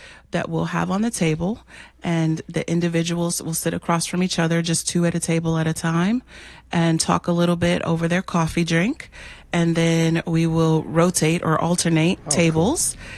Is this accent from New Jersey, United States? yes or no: no; Ohio, United States; now in Hyde Park, United States; I'm from Ohio originally.